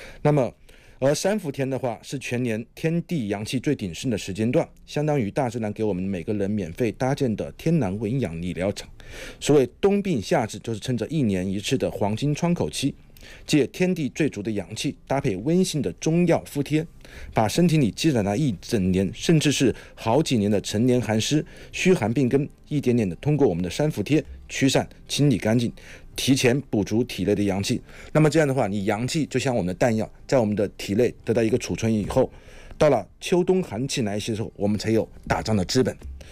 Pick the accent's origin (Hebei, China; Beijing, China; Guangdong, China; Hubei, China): Hubei, China; 我们湖北人啊，尤其是在长江中下游的湖北，夏天的话湿热最重，